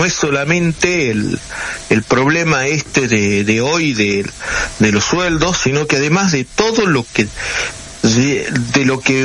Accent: Argentina

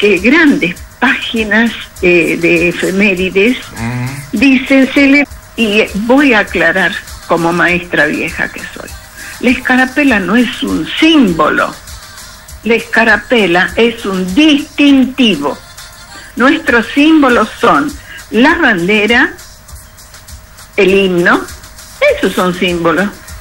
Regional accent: Argentina; No, somos argentinos

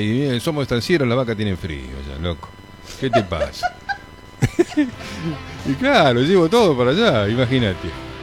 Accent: Argentina; somos argentinos.

